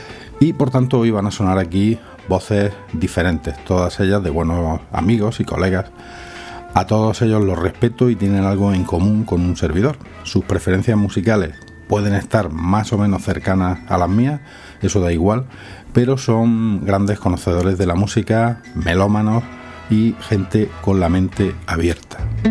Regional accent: Almería, Andalusia, Spain; Yo soy de Almería

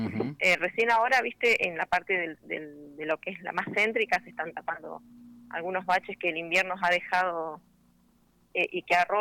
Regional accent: Comandante Luis Piedra Buena, Santa Cruz, Argentina

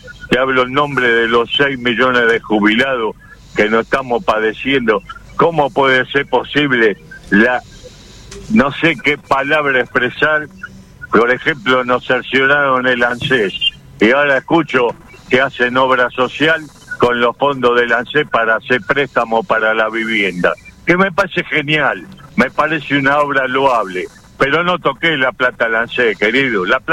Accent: Buenos Aires, Argentina; born there; nací en La Boca, barrio más humilde que ese, en un conventillo.

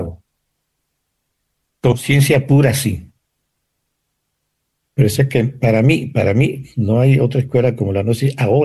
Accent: Venezuela; moved away as an adult; ya era adulto, ¿no? Pero me pusieron en ese escenario, no sé, en la casa en que yo vivía hasta que salí de Venezuela.

